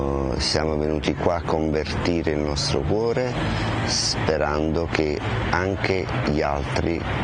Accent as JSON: {"language": "Italian", "town": "Naples", "region": "Campania", "country": "Italy", "said": "Salve a tutti … veniamo da Napoli, siamo venuti qua a Medjugorje a cercare di cambiare il nostro cuore."}